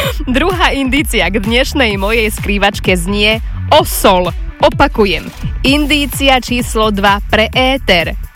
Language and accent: Slovak; Nitra, Nitra Region, Slovakia; však ja viem mekčiť, aj keď som z Nitry, ja viem tam nemekčia